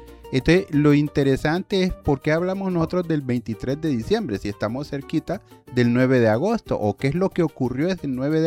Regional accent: Honduras

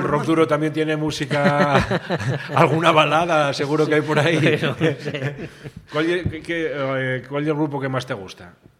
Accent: Valladolid, Castile and León, Spain; Oye, que soy de Valladolid.

